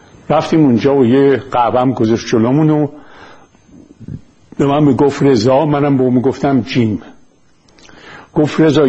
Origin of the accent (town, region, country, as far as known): Iran; moved away; also born or lived in Kensington, London